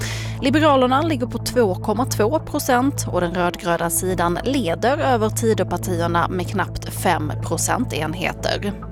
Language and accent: Swedish; Skåne, Sweden; Ja, men det är typ mina bröder lite, som att jag är från Skåne.